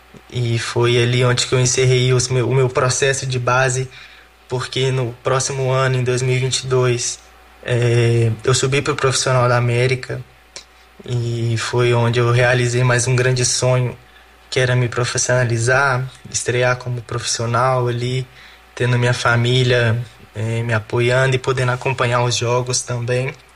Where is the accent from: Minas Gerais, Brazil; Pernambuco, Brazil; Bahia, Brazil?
Minas Gerais, Brazil; Belo Horizonte; moved away as an adult; no meu bairro, que é o bairro Serrano, onde eu cresci em Belo Horizonte